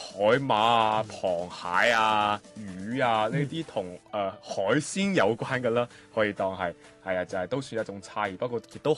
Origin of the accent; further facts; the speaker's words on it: Macau; 我身为一个澳门人，我喺澳门生活咗十八年，我都系亲眼所见嘅